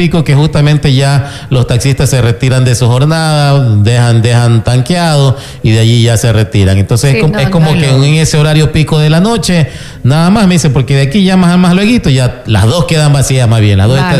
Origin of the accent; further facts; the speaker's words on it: Ecuador; así somos los ecuatorianos y los peninsulares